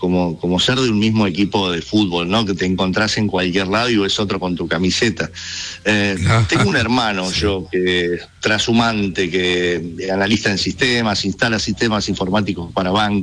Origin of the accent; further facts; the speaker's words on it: Argentina; Hola, soy de Argentina